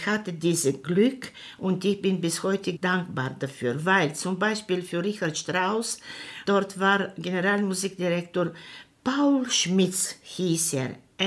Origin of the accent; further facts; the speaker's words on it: Bulgaria; In meiner Heimatstadt findet sich die älteste Opernhaus Bulgariens, in der Provinz nach Sofia. Ich bin praktisch in dieser Oper aufgewachsen.